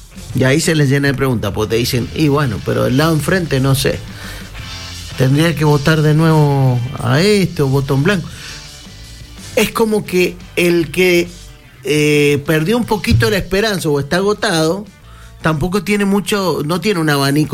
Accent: Argentina; yo soy argentino.

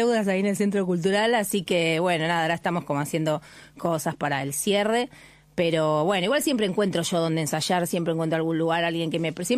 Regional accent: Argentina; ahora me voy a un festival internacional como representante argentina en Paraguay, ahora a fin de septiembre, a hacer mi unipersonal de impro

